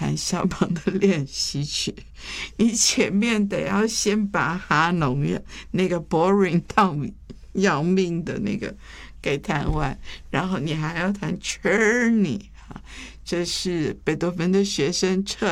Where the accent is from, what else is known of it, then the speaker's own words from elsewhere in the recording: Taiwan; 所以我记得我在这个眷村里面长大的时候，我一学琴一票的所有眷村的小孩子跟我同年都去学了